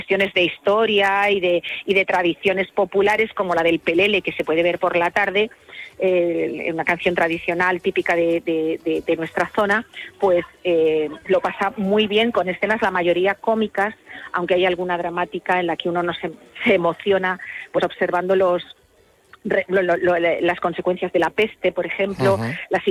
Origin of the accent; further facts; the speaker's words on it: Castilla-La Mancha, Spain; muy agradecidos porque nos hayan recibido en la que es nuestra casa, porque somos castellano-manchegos